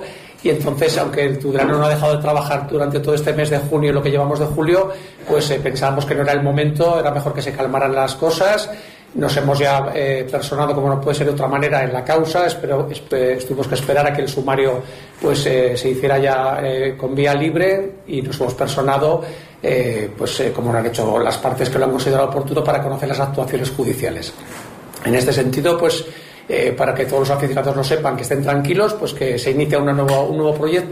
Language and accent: Spanish; Aragon, Spain